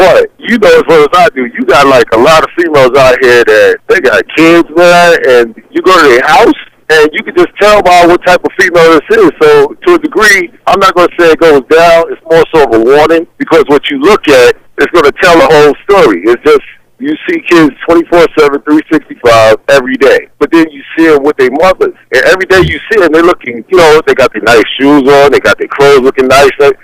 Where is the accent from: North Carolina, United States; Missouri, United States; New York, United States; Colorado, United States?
New York, United States; now in Brunswick, United States; Well, right now I'm in Brunswick, Georgia. I come from New York.